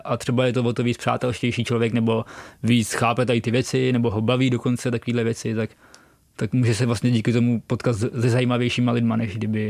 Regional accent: Chotěboř, Vysočina Region, Czechia; No a jednou dokonce v mém rodním městě, jako v Chotěboři, tam stopoval na konci města nějaký týpek

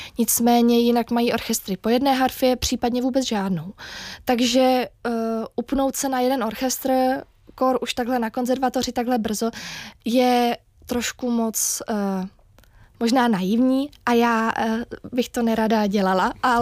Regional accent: Prague, Czechia

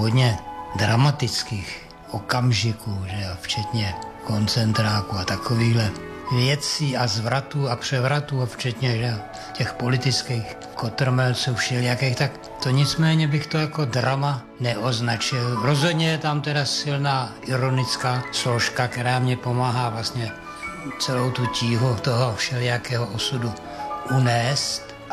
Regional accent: Ervěnice, Ústí nad Labem Region, Czechia; also born or lived in Most; No, já jsem původem teda z Mostu. Narodil jsem se v Mostu, na to si příliš nepamatuju. Takový ranní mládí bylo spíš v Ervěnicích, ty už snad ani neexistují, že jo.

